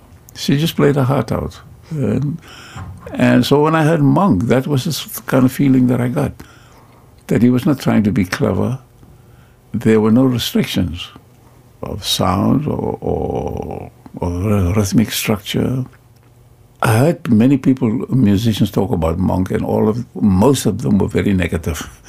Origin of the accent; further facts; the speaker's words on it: South Africa; moved away; I'm from South Africa and I'm a pianist.